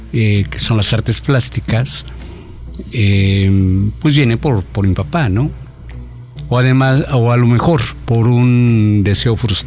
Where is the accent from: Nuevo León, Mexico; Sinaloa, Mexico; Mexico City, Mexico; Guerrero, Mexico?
Guerrero, Mexico; Chilpancingo; Nací en Chilpancingo